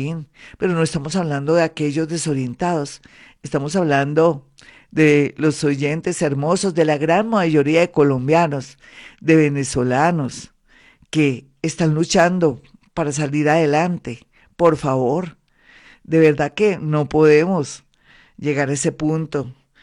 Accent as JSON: {"language": "Spanish", "country": "Colombia"}